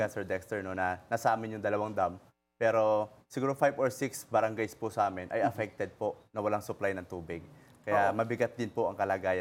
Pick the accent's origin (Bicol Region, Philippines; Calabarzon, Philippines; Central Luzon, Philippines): Central Luzon, Philippines; Norzagaray; yung tubig na gagaling po sa amin sa Norza Garay, Bulacan. Pero kami po ay kulang pa din yung tubig sa amin.